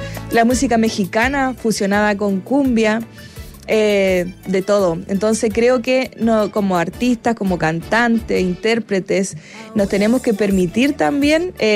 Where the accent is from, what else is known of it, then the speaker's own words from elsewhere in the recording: Chile; como compositora chilena también